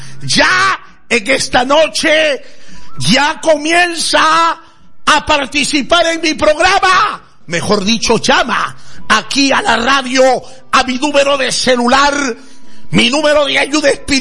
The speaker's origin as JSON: {"language": "Spanish", "region": "Veracruz", "country": "Mexico"}